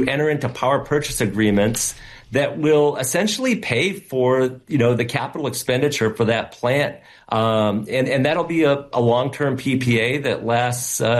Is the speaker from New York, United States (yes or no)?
no; New Hampshire, United States; I grew up in New Hampshire watching the Seabrook nuclear power plant take over 10 years to get built